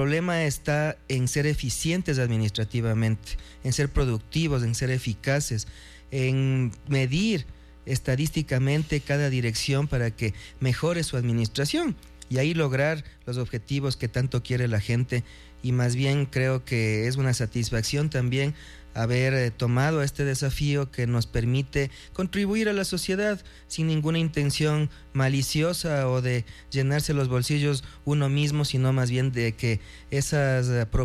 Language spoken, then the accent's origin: Spanish; Latacunga, Cotopaxi, Ecuador; he vivido casi toda mi vida aquí en La Tacunga, estudié en la escuela La Salle, en el colegio Hermano Miguel, y tuve la oportunidad de salir de la ciudad a la Pontificia Universidad Católica del Ecuador.